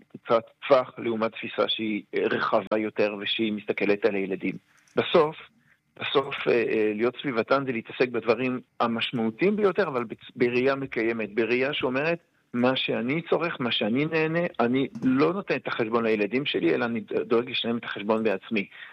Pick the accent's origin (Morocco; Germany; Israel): Israel; Jerusalem, Jerusalem District; אני כירושלמי יכול ככה חווה את זה מדי שנה